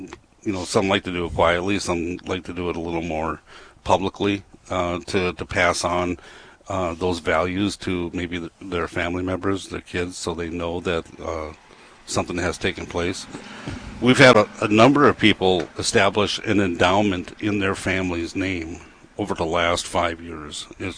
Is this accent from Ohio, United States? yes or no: no; Moorhead, Minnesota, United States; born or raised there